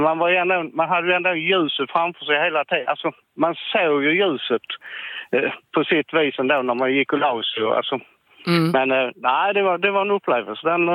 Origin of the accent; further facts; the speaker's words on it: Skåne, Sweden; now in Simrishamn, Sweden; Jag är skåning. Jag har bott när på Östland hela mitt liv, så jag är jätteskåning.